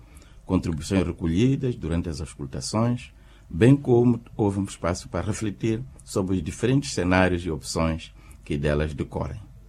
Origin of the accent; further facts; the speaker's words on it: Mozambique; todos nós, como moçambicanos, através do exercício da nossa participação, chamamos a nossa consciência individual e coletiva sobre a necessidade de abandonarmos aquilo que era uma tentativa que estava a se criar de uma cultura estranha à cultura dos moçambicanos